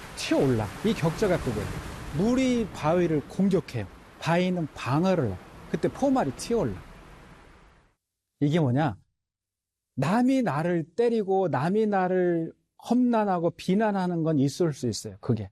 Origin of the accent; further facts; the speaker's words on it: Taean, South Chungcheong, South Korea; 저는 바닷가 출신이에요. 충청도 태안이 제 고향인데